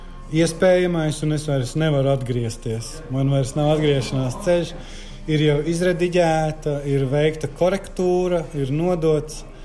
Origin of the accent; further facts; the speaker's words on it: Courland, Latvia; Un es esmu kurzemnieks.